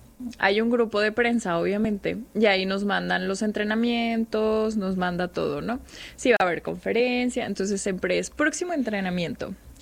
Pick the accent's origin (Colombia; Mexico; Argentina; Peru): Mexico; Mexico City; Porque mi familia chilanga, como buenos chilangos, somos muy fan del pollo rostizado.